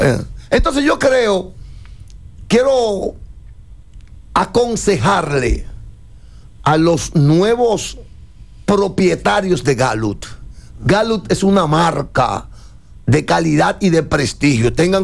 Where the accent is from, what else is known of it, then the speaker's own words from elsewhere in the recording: Dominican Republic; yo como ciudadano dominicano